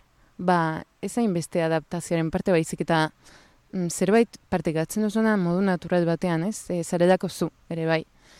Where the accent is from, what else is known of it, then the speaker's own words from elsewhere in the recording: Cádiz, Andalusia, Spain; Eta pues azkenean pizkanaka lortu zuten pues establezitzea Andaluzian eta hor jaio ginen gu ni ta nera izpa. Eta Kadizen egon ginen bizitzen